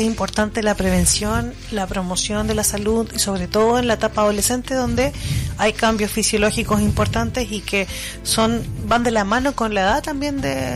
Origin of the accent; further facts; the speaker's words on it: Chile